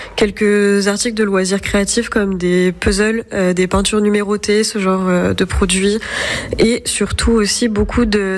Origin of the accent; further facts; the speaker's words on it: Poitiers, Nouvelle-Aquitaine, France; moved away as an adult; also born or lived in Nantes; moi je suis de Poitiers, j'y ai grandi, je suis partie un peu après le bac pour faire mes études et je suis restée pendant longtemps à Nantes parce que je me plaisais dans cette ville. Et puis il y a à peu près 2 ans, j'ai voulu revenir à Poitiers.